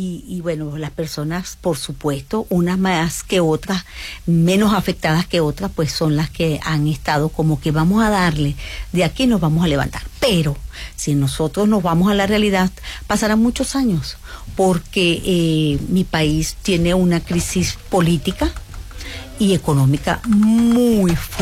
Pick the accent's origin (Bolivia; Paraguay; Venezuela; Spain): Venezuela; nosotros como venezolanos